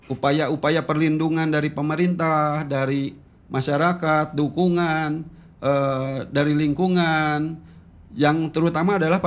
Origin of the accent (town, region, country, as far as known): West Java, Indonesia